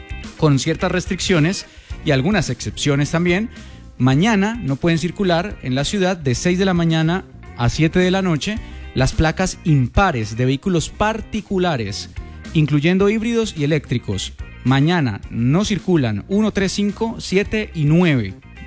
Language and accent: Spanish; Cali, Valle del Cauca, Colombia